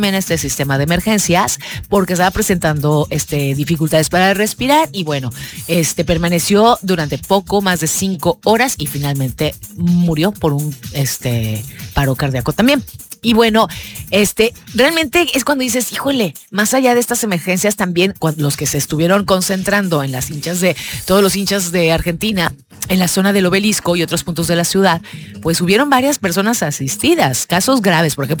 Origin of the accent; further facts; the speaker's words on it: Mexico; Qué buenos somos los mexicanos enclavados